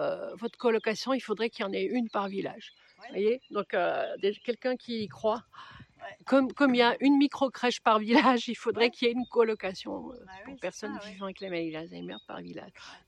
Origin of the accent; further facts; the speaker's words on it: Auvergne-Rhône-Alpes, France; de …, moi. ….